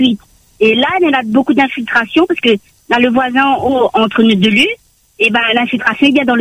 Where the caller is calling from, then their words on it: Le Tampon, Réunion; j'habite au Tampon.